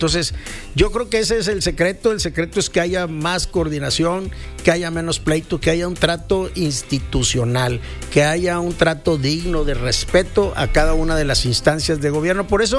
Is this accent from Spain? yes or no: no; northern Mexico, Mexico